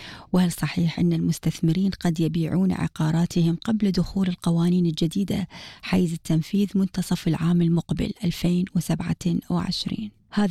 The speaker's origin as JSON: {"language": "Arabic", "country": "Iraq", "tie": "born or raised there", "moved": "yes", "lives_now": "Australia", "said": "إحنا لما كنا صغار بالعراق"}